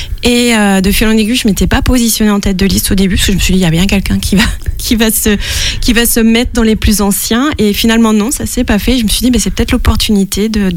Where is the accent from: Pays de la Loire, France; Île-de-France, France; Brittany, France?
Pays de la Loire, France; Challans; also born or lived in Saint-Jean-de-Monts / Belleville-sur-Vie; now in Saint-Urbain, France; j'ai fait toute mon enfance à Chalon.